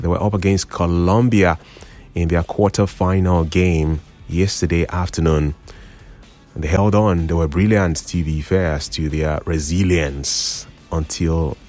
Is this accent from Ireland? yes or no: no; Nigeria